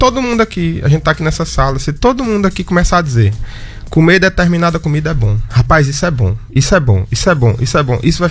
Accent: Grossos, Rio Grande do Norte, Brazil; Sou de Grossos.

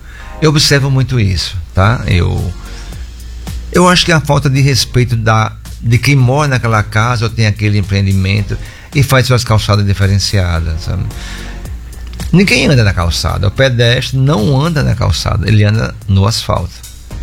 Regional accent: Mossoró, Rio Grande do Norte, Brazil; Eu nasci em 56, em Mossoró. Eles tinham acabado pouco tempo de chegar em Mossoró.

